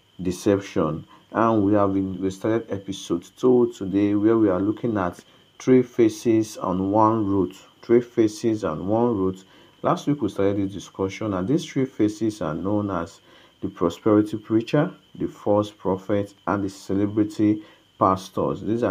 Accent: Okada, Edo, Nigeria; from Okada Town, Edo State, Nigeria

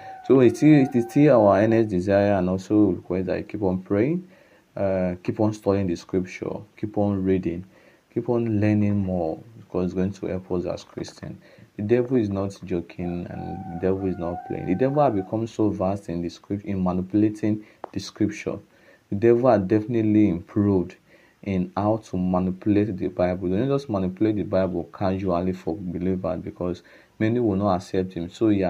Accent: Okada, Edo, Nigeria; from Okada Town, Edo State, Nigeria

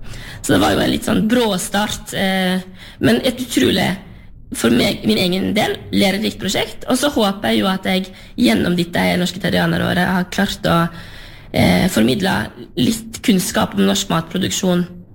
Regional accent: Sørheim, Vestland, Norway; jeg kommer jo fra Sørheim på sørsiden av Lustrafjorden, og etter hvert som jeg har vært større, så oppdaget jeg jo at verden er større enn Sørheim

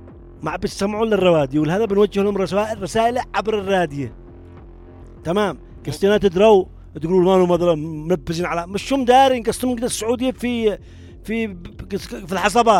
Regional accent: Yemen; نحن يمنيين

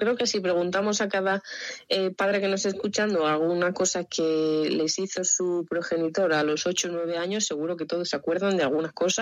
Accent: Valladolid, Castile and León, Spain; yo siendo vallisoletana, pero vallisoletana de las Bordes, de pura raza

